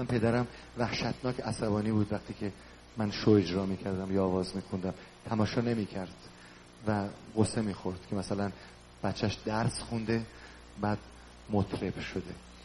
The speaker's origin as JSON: {"language": "Persian", "country": "Iran", "moved": "yes"}